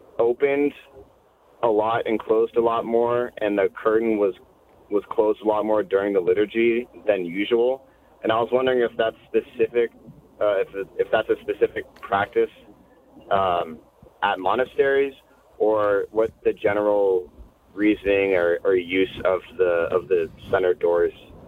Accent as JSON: {"language": "English", "town": "Sacramento", "region": "California", "country": "United States", "moved": "as an adult", "lives_now": "Los Angeles, United States", "said": "I'm not originally. I actually just moved here in July. I graduated school, and I'm from Northern California, Sacramento."}